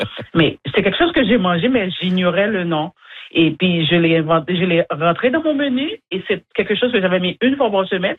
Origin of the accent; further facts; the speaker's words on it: Montreal, Quebec, Canada; Moi, personnellement, quand j'arrivais en Acadie, c'est loin de Montréal. Je viens de Montréal, mm-hmm. en plus.